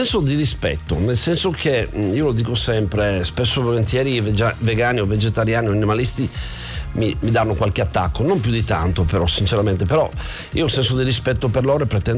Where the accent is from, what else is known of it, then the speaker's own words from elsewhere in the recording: Canada; Io l'ho vissuto perché, essendo canadese, comunque vedevo sto arnese